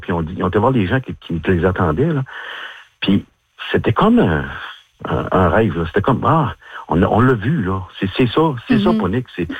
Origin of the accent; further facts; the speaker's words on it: Quebec, Canada; moi je viens pas de Ponigamouk en passant, je viens de la Côte-Nord.